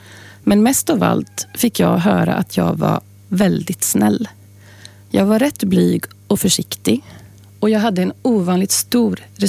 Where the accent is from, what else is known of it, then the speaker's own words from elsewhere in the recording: Trollhättan, Västra Götaland County, Sweden; also born or lived in Vänersborg; När jag föddes bodde vi på Slottevägen på Kronogården. Mamma, pappa, jag och min storebror. Och som många andra i Trollhättan på den tiden jobbade båda mina föräldrar på linan på Saab.